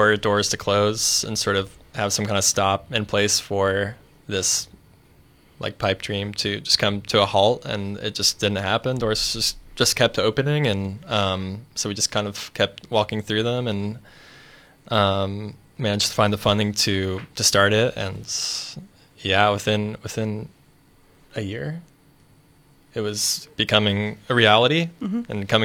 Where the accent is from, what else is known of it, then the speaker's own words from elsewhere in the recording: Seattle, Washington, United States; growing up in Seattle and having this be a little bit more available